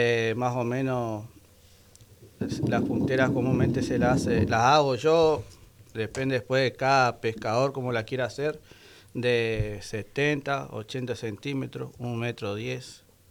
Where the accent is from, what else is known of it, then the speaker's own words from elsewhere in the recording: Argentina; como argentino se sufre.